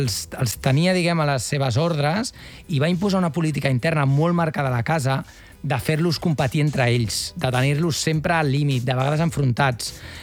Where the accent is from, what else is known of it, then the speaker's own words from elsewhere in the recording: Catalonia, Spain; I com a català, i aquí em poso solemne